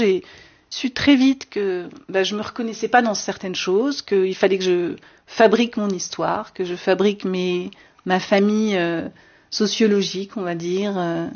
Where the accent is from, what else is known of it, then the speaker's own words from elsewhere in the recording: France; Bon, j'ai un peu de sang italien, et mais voilà, je suis quand même assez privilégiée à un endroit de voilà d'une famille française tradie